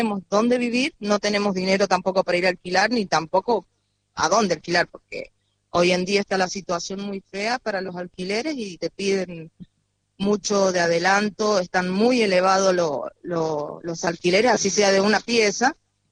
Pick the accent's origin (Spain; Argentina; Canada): Argentina; Mendoza; now in San Luis, Argentina; Yo soy de Mendoza, hace 24 años que estoy acá en San Luis.